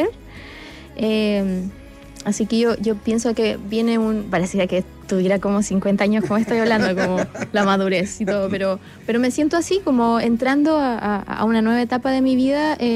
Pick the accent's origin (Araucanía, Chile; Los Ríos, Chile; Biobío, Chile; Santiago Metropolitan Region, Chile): Los Ríos, Chile; Valdivia; Sí, mi ciudad natal.